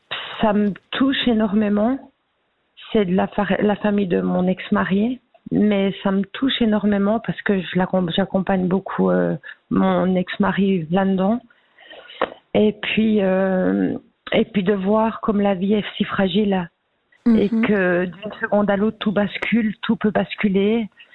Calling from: Baden, Aargau, Switzerland; De la région d'Argovie.

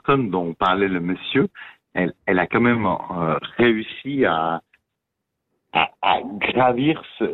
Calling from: Fribourg, Switzerland; moi je suis pas de Genève, je suis de la Broye.

